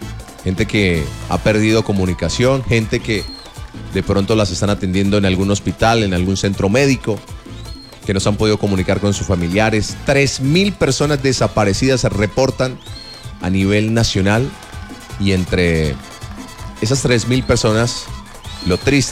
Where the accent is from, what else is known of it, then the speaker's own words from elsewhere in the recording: Colombia; Como colombiano hemos aprovechado y hemos sabido manejar las redes sociales para la búsqueda de personas, para comunicarnos con las personas.